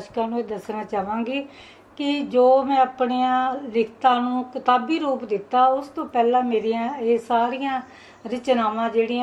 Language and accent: Punjabi; Moga, Punjab, India; moved away as an adult; also born or lived in Jagraon / Ludhiana district; ਜੋ ਮੇਰਾ ਜਨਮ ਸਥਾਨ ਹੈ ਉਹ ਮੋਗਾ, ਜਿਹੜਾ ਹੁਣ ਜ਼ਿਲ੍ਹਾ ਬਣ ਚੁੱਕਿਆ, ਉਦੋਂ ਫਰੀਦਕੋਟ ਦਾ ਹਿੱਸਾ ਸੀ। ਉਸ ਟਾਈਮ ਬਹੁਤ ਹੀ ਪਛੜਾ ਜਿਹਾ ਇਲਾਕਾ ਸੀਗਾ